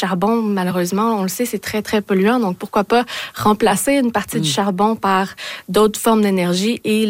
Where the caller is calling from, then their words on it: Alberta, Canada; je suis en Alberta.